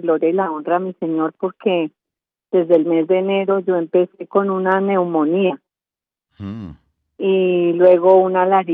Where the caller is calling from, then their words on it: Cajicá, Cundinamarca, Colombia; De Cajicá.